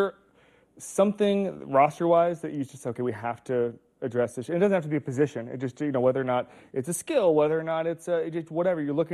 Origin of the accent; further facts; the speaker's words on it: Florida, United States; I feel like I grew up in Florida.